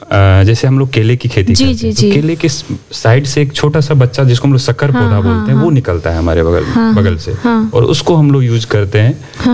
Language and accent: Hindi; Bihar, India; जैसे हमारे यहाँ बिहार में अगर हम लोग बात करें तो किशनगंज का एक जिला है अपना, हमारा किशनगंज जिला है